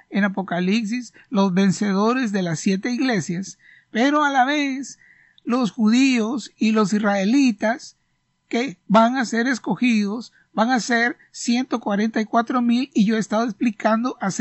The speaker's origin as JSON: {"language": "Spanish", "country": "Honduras", "said": "Así que siervo aquí, como dicen en algunas partes, yo soy de Honduras"}